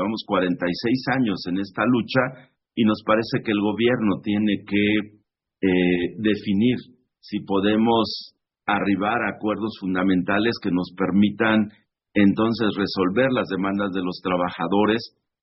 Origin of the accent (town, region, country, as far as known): Mexico